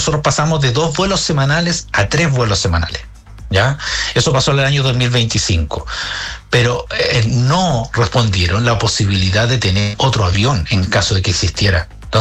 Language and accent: Spanish; Chile; nos sintamos orgullosos como chilenos